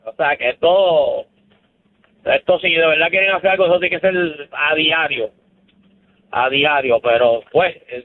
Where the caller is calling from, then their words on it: San Juan, Puerto Rico; Yo vivo en Villa Palmera.